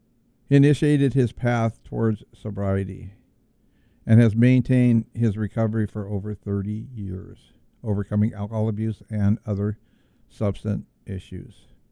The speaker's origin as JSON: {"language": "English", "region": "California", "country": "United States", "said": "that's sad and it sucks because I'm from California, but it's probably true too."}